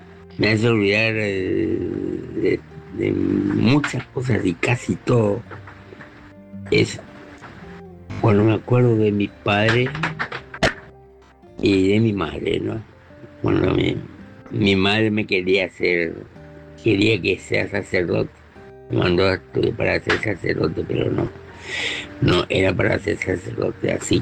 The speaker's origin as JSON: {"language": "Spanish", "town": "Clorinda", "region": "Formosa", "country": "Argentina", "said": "de Clorinda, Formosa, Panamá, frente a Asunción"}